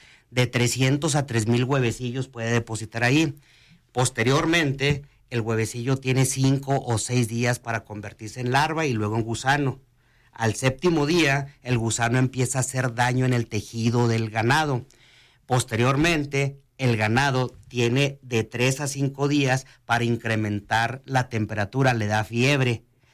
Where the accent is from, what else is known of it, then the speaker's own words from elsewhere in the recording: Chihuahua, Mexico; No somos chihuahuenses de segunda ni de tercera, somos chihuahuenses de primera.